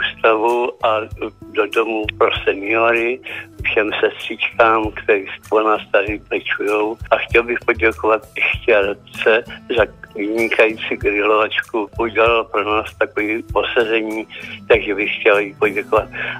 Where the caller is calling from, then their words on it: Velké Meziříčí, Vysočina Region, Czechia; z Velké Mezříčí.